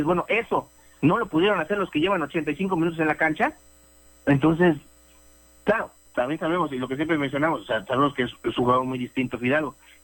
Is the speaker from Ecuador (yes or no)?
no; Mexico; somos los mexicanos